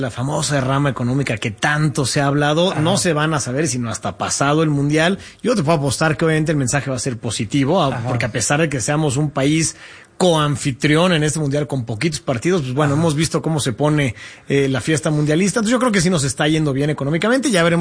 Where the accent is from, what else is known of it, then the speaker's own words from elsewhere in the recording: Mexico; claro, pues que somos a todo dar los mexic